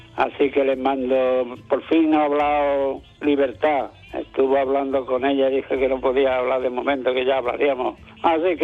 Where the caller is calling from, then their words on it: Almuñécar, Andalusia, Spain; de Almuñécar.